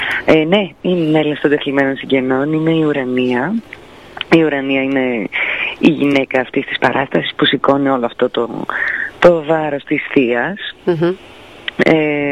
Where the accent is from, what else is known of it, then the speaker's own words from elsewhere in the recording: Drama, Eastern Macedonia and Thrace, Greece; επειδή είμαι από τη Βόρεια Ελλάδα, είμαι από τη Δράμα